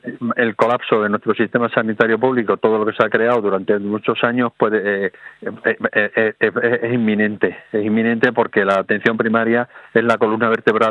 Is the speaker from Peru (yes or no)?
no; Extremadura, Spain; yo soy extremeño y ocurre lo mismo